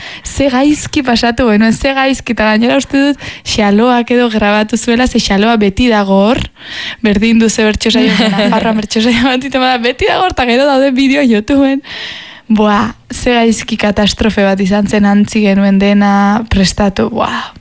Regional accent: Bera, Navarre, Spain

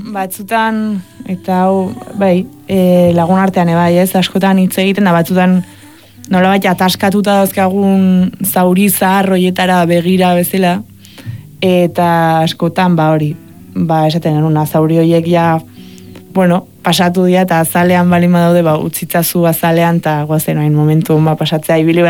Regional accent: Lizartza, Basque Country, Spain; accent: Lizartza Basque

